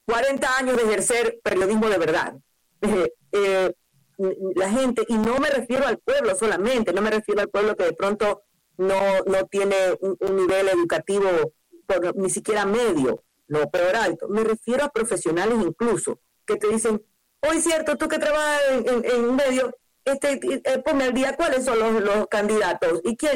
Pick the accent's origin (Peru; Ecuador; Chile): Ecuador